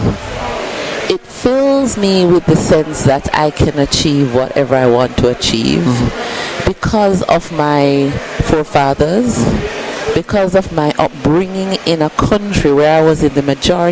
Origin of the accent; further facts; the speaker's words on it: Jamaica; I'm your sister, I'm from Jamaica